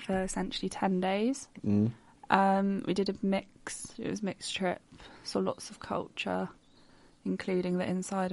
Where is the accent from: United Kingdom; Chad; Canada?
United Kingdom; Kent, South East England; I'm from Kent